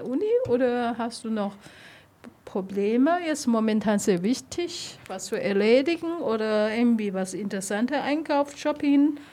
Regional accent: Taiwan; German is a second language; now in Germany; Ich komme persönlich aus Taiwan. Mhm. Ich habe natürlich auch meine taiwanische Verhaltung.

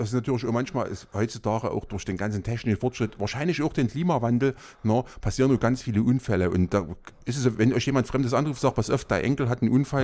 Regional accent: Saxony-Anhalt, Germany; accent: Saxon; Ich komme ja aus Sachsen-Anhalt.

